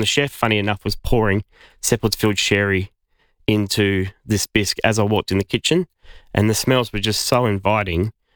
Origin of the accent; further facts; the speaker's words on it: South Australia, Australia; But I grew up in the Barossa and I was always passionate about the Barossa.